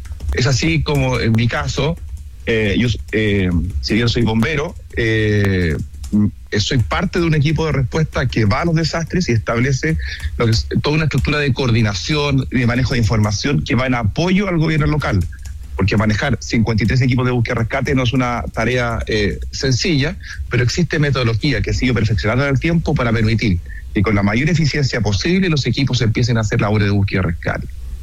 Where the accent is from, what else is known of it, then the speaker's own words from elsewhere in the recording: Chile; Claro, y efectivamente soy chileno y por lo tanto la comparación con Chile siempre es difícil